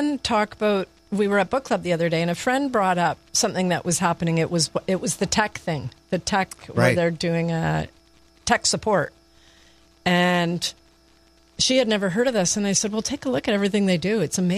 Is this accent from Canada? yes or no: yes; Montreal, Quebec, Canada; moved away as an adult; now in Toronto, Canada; when I finished school, I had moved up to Toronto. I was from Montreal and came up here